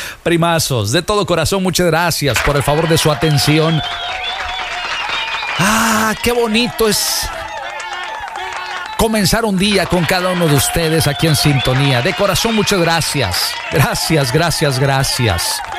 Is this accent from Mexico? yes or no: yes; Veracruz, Mexico; y yo soy jarocho, y yo me estoy muriendo de calor.